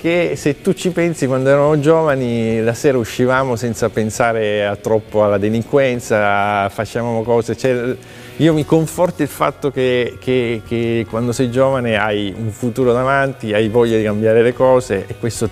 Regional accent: Palermo, Sicily, Italy; Poi io vengo da Palermo

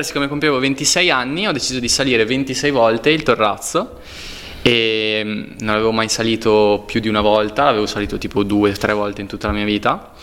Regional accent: Castelverde, Lombardy, Italy; born there; also born or lived in Cremona; sono di Cremona, quindi cioè in realtà di Castelverde, poco fuori

